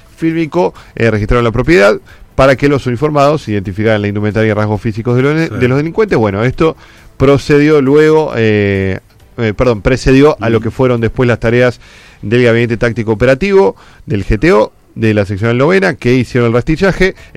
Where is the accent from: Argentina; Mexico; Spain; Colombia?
Argentina